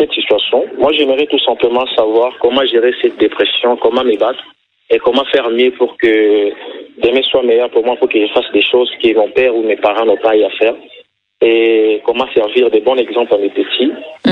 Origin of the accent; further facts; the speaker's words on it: Kisangani, Tshopo, DR Congo; Ensuite, je me présente. … je suis de Kisangani.